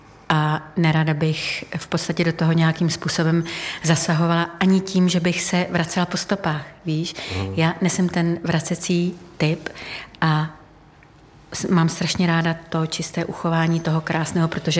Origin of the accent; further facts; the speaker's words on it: Petřkovice, Moravian-Silesian Region, Czechia; Petřkovicích.